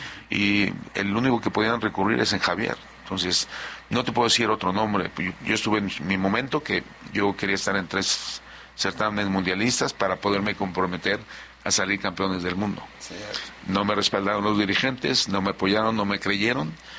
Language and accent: Spanish; Mexico; also born or lived in Spain; yo soy mexicano y lo que quiero es que gane mi selección.